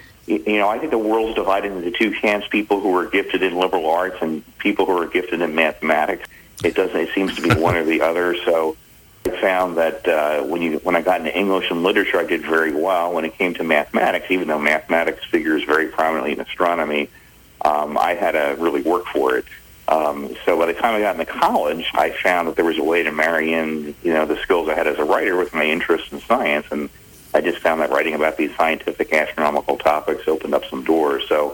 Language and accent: English; New Jersey, United States; Well, I'm a creature of the Northeast. I was born and raised in New Jersey.